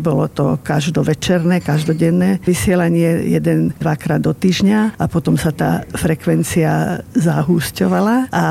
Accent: Bratislava, Bratislava Region, Slovakia; born there; A možno, že je to aj tým, že som sa narodila v Bratislave na Dobšinského ulici, takže tie rozprávky mi ako prirastli k srdcu a zostala som im verná.

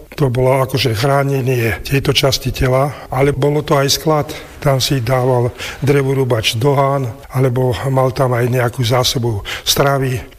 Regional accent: Čierny Balog, Banská Bystrica Region, Slovakia; born there; Ja som sa narodil na Dobroši.

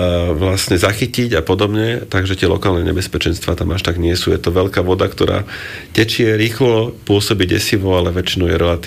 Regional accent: Bratislava, Bratislava Region, Slovakia; u nás v Bratislave

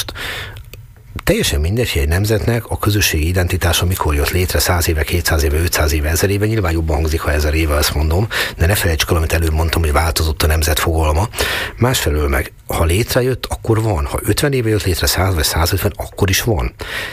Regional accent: Hungary

